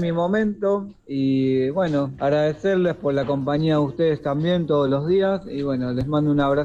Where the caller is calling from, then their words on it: Remedios de Escalada, Buenos Aires Province, Argentina; acá de Remedio Escalada